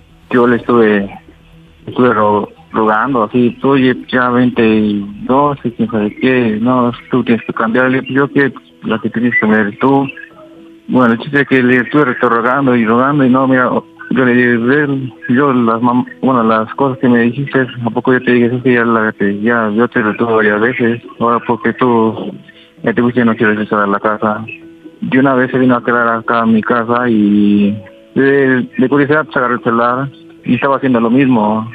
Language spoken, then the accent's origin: Spanish; Tlaxcala, Mexico; Tengo 29 años, soy de Acuplarilco, Tlaxcala.